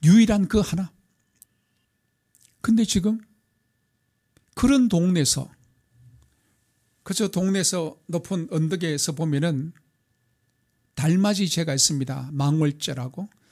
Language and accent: Korean; Yeongdeok, North Gyeongsang, South Korea; moved away as an adult; 제 고향이 경상북도 영덕군 변곡면 원항 12994번지에 태어나서 거기서 자랐습니다. 청년이 돼서 객지로 나올 때까지 우리 동네는 기차가 없어요. 유일한 도로는 동해안선에 하나밖에 없는 7번 국도.